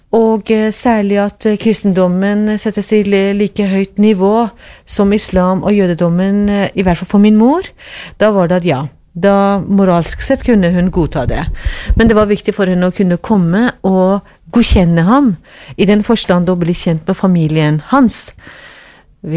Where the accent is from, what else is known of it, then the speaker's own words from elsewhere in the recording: Iran; Norwegian is a second language; now in Norway; og det gjør slik at jeg ikke kan reise til mitt hjemland. Men jeg er muslim, men jeg er gift med katolikk, og etter ekteskapsloven i Iran